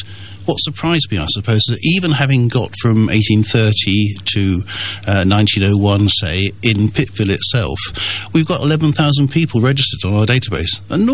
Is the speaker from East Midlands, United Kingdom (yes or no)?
no; Cheltenham, South West England, United Kingdom; born there; moved away; I was born in Cheltenham. When I came back to Cheltenham about 5 years ago